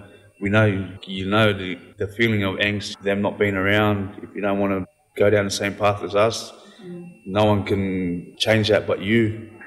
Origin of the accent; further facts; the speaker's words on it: Miller, New South Wales, Australia; I'm from Miller, 2168. Dungutty man.